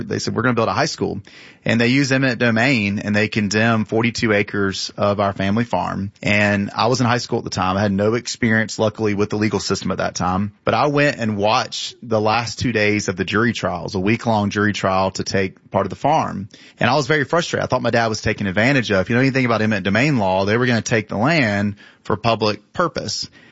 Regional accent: Henry County, Georgia, United States; So I grew up in Henry County. I'm the first one in my family to not be a farmer. I come from a long line of dirt farmers. We even go back to one of the original founding families of Henry County.

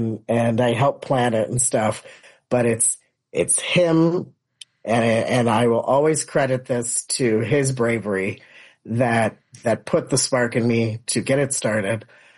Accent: Park Ridge, Illinois, United States; growing up in Park Ridge. And, you know, not forever long ago, you know, I'm only 46

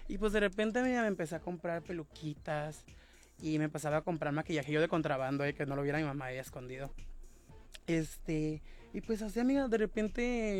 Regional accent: Ensenada, Baja California, Mexico; born there; soy de aquí de Ensenada, el mayor tiempo de mi vida lo he vivido aquí.

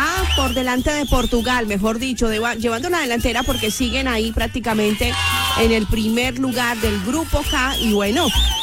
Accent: Colombia; como colombiano se siente uno contento

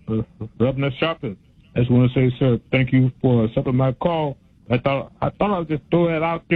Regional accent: Warren, Arkansas, United States; born there; I was born in Warren, Arkansas in 1953.

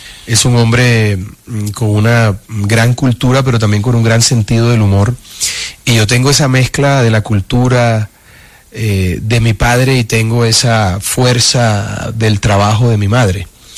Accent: Caribbean coast, Colombia; la gente se confunde con nosotros los costeños podemos ser piratas y caballeros.

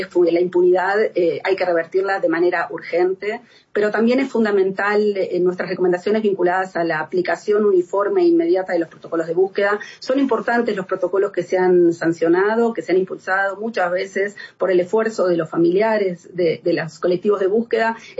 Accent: Argentina; Vengo de Argentina

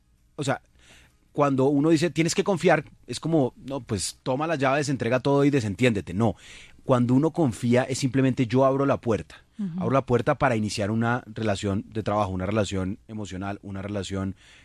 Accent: Colombia; En Colombia tenemos una enorme asimetría entre lo que yo creo de mí mismo y lo que creo de los otros, lo que creo de nuestra identidad común como colombianos.

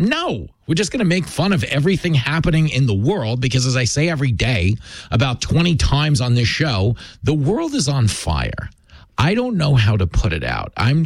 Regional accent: New York City, New York, United States; I grew up in New York

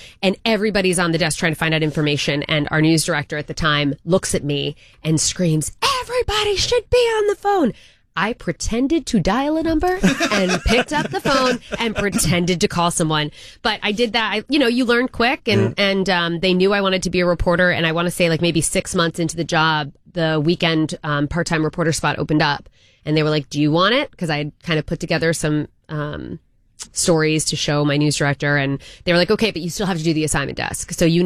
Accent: Connecticut, United States; No, I'm from Connecticut originally, and went to school at Hofstra University on Long Island for broadcast journalism.

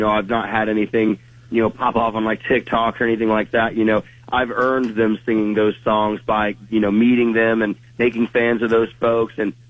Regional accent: Cambridge, Ohio, United States; moved away; I'm back in my hometown of Cambridge, Ohio.

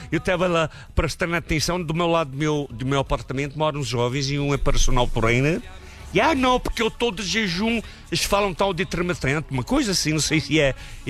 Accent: Portugal; now in Brazil

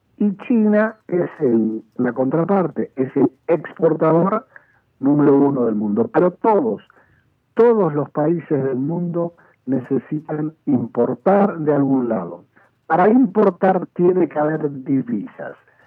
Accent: Argentina

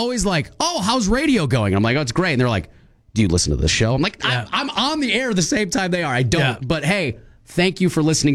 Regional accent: Little Canada, Minnesota, United States; born or raised there

